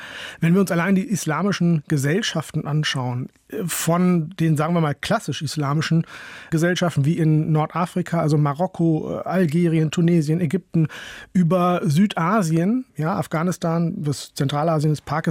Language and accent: German; Hollern-Twielenfleth, Lower Saxony, Germany; now in Vienna, Austria; Ich bin ja in Deutschland geboren und aufgewachsen, aber es geht dann, letztlich wird so getan, als sei ich auch nicht von hier. Dann heißt es, geh doch dahin zurück, wo du herkommst und so weiter. Tatsächlich komme ich aus Holland-Schwielen, fliehe aus einem Dorf in Norddeutschland